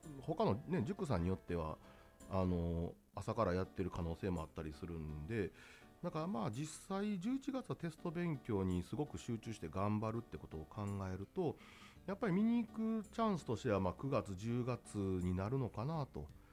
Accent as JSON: {"language": "Japanese", "region": "Osaka", "country": "Japan", "tie": "born there", "said": "私は大阪の公立高校出身やったんで、"}